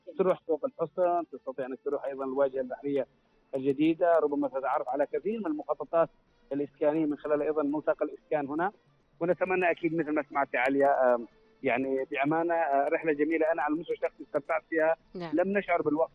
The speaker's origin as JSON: {"language": "Arabic", "country": "Oman"}